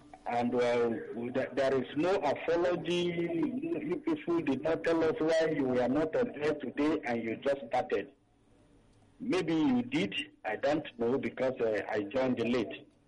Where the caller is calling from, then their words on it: Jos, Plateau, Nigeria; I'm calling from Jos.